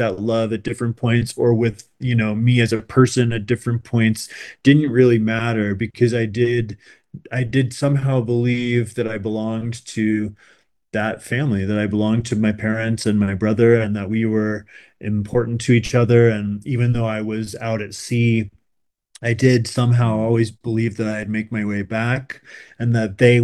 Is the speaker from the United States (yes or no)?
yes; United States; I experienced being an American as a gay American